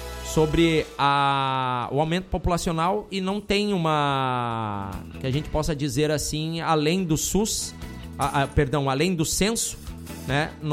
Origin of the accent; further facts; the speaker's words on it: Rio Grande do Sul, Brazil; moved away as an adult; Eu vim do Rio Grande do Sul, tem 28 anos, indo para 29 anos que moro aqui